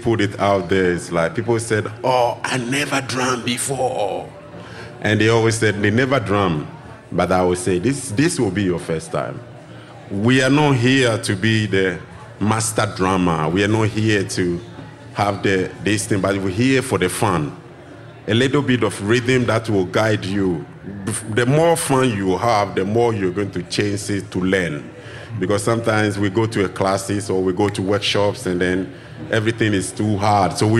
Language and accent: English; Nungua, Greater Accra, Ghana; now in Australia; I come from Nungwa. So the capital, I come from Ghana, West Africa. The capital of Ghana is Accra. And I come from a little village down there called Nungwa.